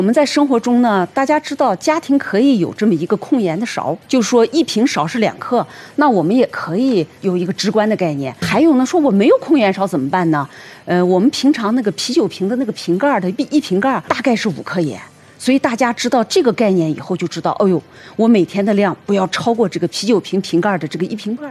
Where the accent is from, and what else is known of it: China